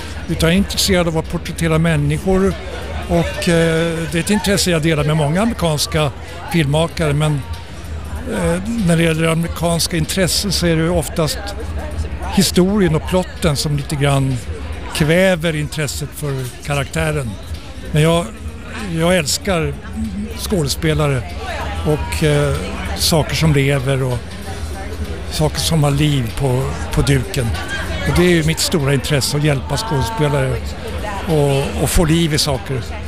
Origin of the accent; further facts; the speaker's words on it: Sweden; moved away; jag är svensk regissör som har jobbat utomlands